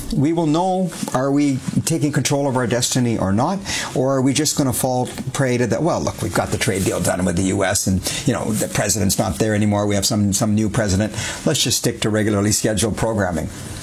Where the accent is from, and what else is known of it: Canada